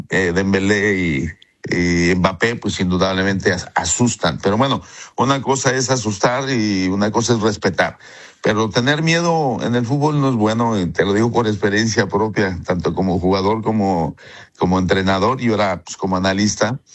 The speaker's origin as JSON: {"language": "Spanish", "country": "France", "said": "Y yo sí soy francés, así lo comenté con otras palabras, me hubiera deseado enfrentarme a cualquier otro equipo menos a España."}